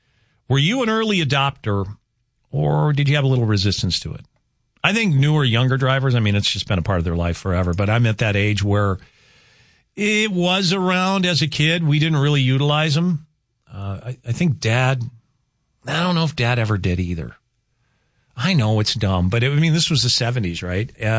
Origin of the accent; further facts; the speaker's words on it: Rugby, North Dakota, United States; So Highway 2 and 3 intersects in Rugby Town, my hometown, and they've got an image there of the Cornerstone and the restaurant that we used to own and manage and run back in the 80s.